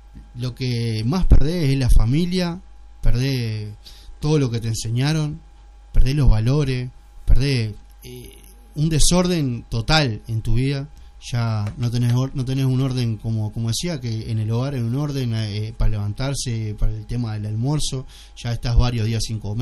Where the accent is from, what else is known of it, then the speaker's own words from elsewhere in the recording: Migues, Canelones, Uruguay; also born or lived in Montes; Yo me crié acá en Migue, estuve una pasantía en Montevideo, pero yo me crié acá en Migue y acá en Monte, jugué al fútbol acá, conozco a toda la población